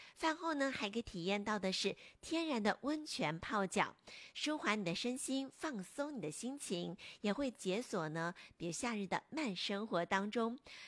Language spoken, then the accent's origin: Chinese; Jiangxi, China; 也是呢咱们江西人自己的购物的商城